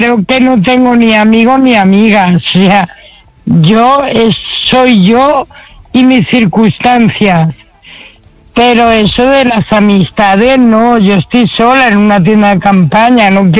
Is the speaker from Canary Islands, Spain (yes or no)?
no; Madrid, Community of Madrid, Spain; de hecho yo soy madrileña